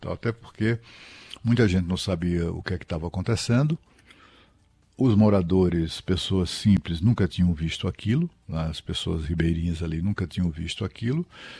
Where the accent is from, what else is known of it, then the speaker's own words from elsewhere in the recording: Alagoas, Brazil; now in Brasília, Brazil; na minha terra, quem a conhece sabe o que eu estou falando, e não por acaso se chama Alagoas, exatamente em razão das lagoas gigantescas que nós temos lá